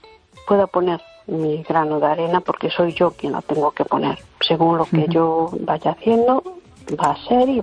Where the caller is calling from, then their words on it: Teo, Galicia, Spain; De Teo, Santiago.